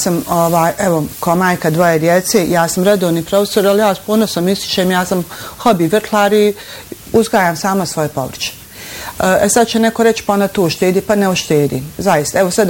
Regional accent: Bosnia & Herzegovina; Znate, mi smo Bosanci, ja ne znam nijedan narod poput našeg da voli, da smo, mi smo vesel narod, srdačan

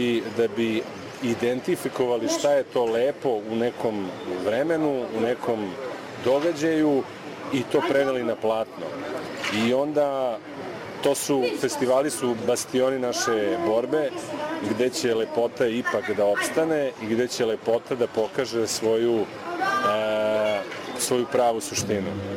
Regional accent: Sombor, Vojvodina, Serbia; born there; iako sam rođen u Somboru, da sam u stvari nekako kod kuće.

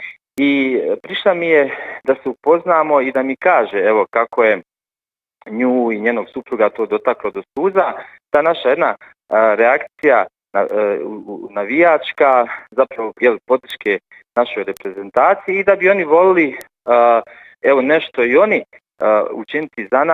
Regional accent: Sarajevo, Federation of Bosnia and Herzegovina, Bosnia & Herzegovina; also born or lived in Croatia; I ja sam ponosan, evo isto vam mogu reći, kao Sarajlija, kao onaj kome je Bog darovao ovaj grad

